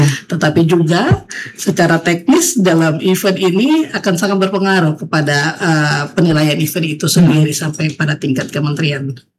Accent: Papua, Indonesia; melekat di diri kita orang Papua.

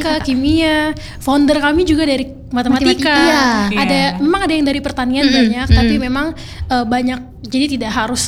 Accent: Central Sulawesi, Indonesia; Kebetulan saya orang Kaili ya.

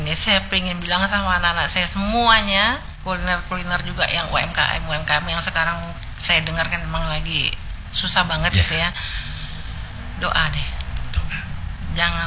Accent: North Sumatra, Indonesia; Kalau kita orang Batak kan

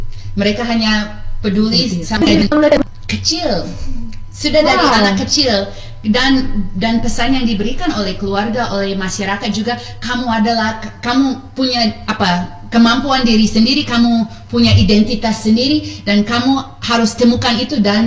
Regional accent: Indonesia; saya lahir besar di Indonesia

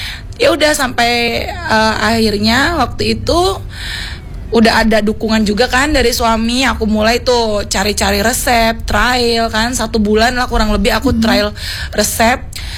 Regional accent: Kota Agung, Lampung, Indonesia; moved away; Kebetulan aku nih orang Kota Agung. Tahu kan Tanggamus, orang pesisir, Lampung pesisir.

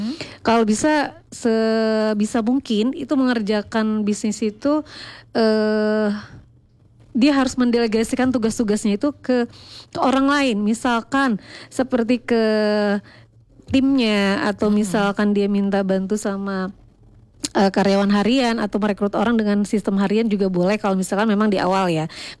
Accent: Lampung, Indonesia; born there; di daerah saya, kelahiran saya sendiri di sana, di Katibung, nggak jauh sih

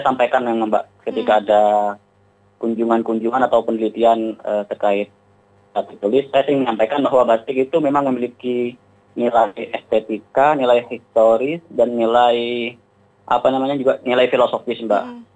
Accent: Pamekasan, East Java, Indonesia; di desa saya, di desa Kelampar

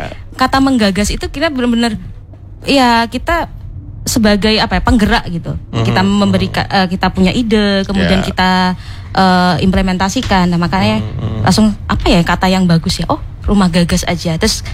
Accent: Banyuwangi, East Java, Indonesia; moved away as an adult; also born or lived in Bandung; now in Sidoarjo or Surabaya, Indonesia; kalau saya aslinya Banyuwangi.

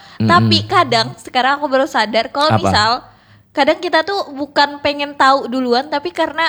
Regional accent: Tenggarong, East Kalimantan, Indonesia; Aku orang Tenggarong tapi aku enggak tahu jalan ya.

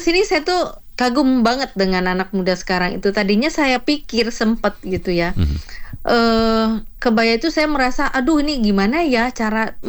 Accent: Indonesia

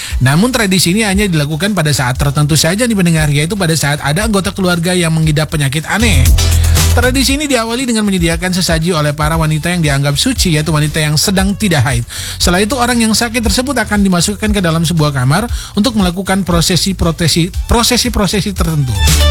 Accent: Indonesia; kita bersyukurlah kita lahir dan tumbuh besar di Indonesia

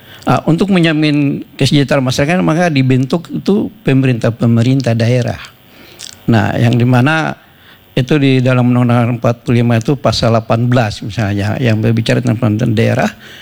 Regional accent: Papua, Indonesia; Karena pikiran saya ini, kita Papua ini mungkin dibayar ras negroid ya.

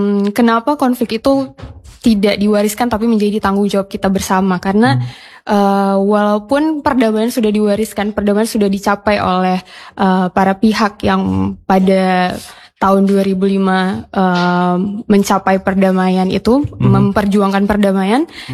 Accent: Aceh, Indonesia; sebagai warga Aceh, Bang.

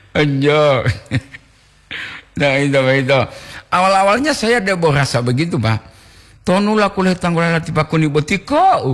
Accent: Gorontalo, Indonesia; Nah, ma walau ti mama seri, saya asli Gorontalo, asli lo, jo.

